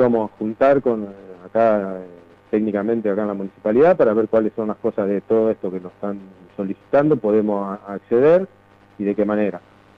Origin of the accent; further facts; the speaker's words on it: Ramallo, Buenos Aires Province, Argentina; somos de Ramallo